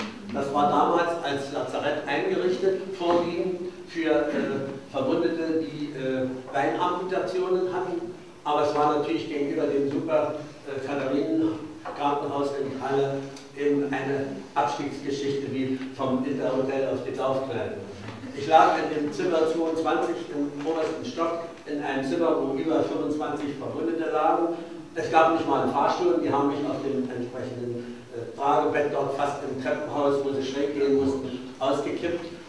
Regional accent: Königsberg, Kaliningrad Oblast, Russia; Ich hatte 1943 in Königsberg, meiner Heimatstadt, das Abitur gemacht, war auch noch an der Albertina-Universität meiner Vaterstadt eingeschrieben

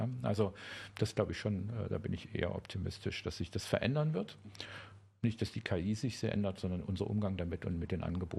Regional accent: Saxony, Germany; now in Berlin, Germany; So, als Sachse war Berlin so weit weg, habe ich gesagt, da möchte ich nicht hin.

